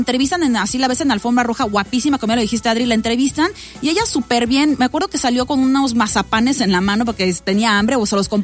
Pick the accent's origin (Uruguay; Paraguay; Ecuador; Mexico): Mexico; Yo soy mexicana y no tengo que fingir nada.